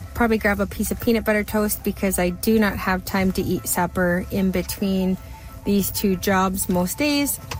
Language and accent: English; Lethbridge, Alberta, Canada; I am from Lethbridge, Alberta.